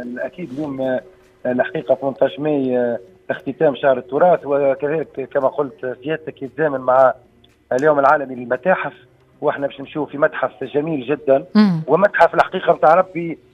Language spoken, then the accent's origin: Arabic; Tunisia; نكونوا فخورين جدا بانتمائنا الى بلادنا تونس العزيزه.